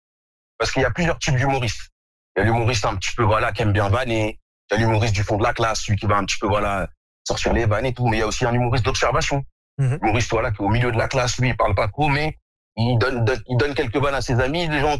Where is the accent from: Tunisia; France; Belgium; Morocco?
Morocco; parce que moi je suis marocain mais je suis aussi noir.